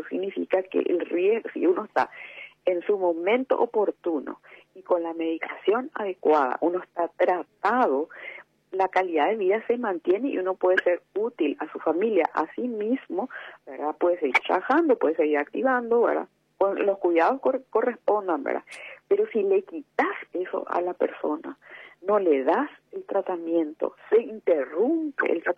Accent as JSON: {"language": "Spanish", "country": "Paraguay", "said": "Pero nosotros somos tan paraguayos como el resto, ¿verdad?"}